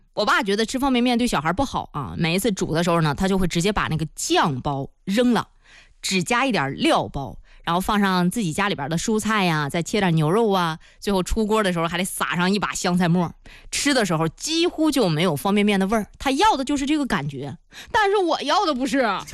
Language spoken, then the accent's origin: Chinese; northern China, China; 咱们北方人啊，